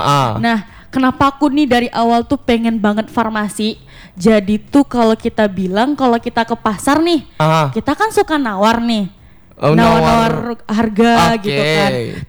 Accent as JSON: {"language": "Indonesian", "region": "West Sumatra", "country": "Indonesia", "tie": "born there", "moved": "yes", "said": "aku aslinya itu dari Padang Priaman, tapi aku udah lama di sini gitu."}